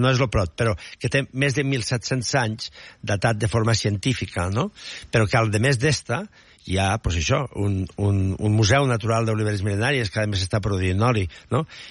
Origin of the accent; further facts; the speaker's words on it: Catalonia, Spain; No, som Terres de l'Ebre, que som quatre comarques, Montsià, Baix Ebre, Ribera d'Ebre i Terra Alta